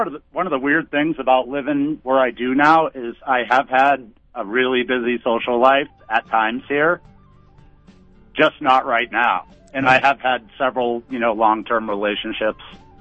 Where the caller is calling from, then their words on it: Tucson, Arizona, United States; I'm calling from Tucson.